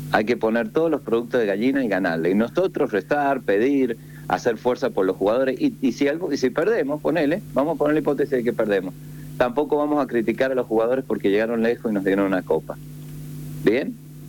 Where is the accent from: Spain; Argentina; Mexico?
Argentina; yo siendo argentino soy argentino, pero fanático.